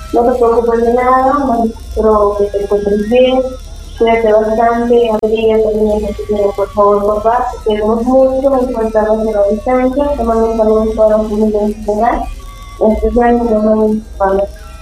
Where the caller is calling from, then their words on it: Ica, Peru; Estoy llamando de Ica para la primera ocasión.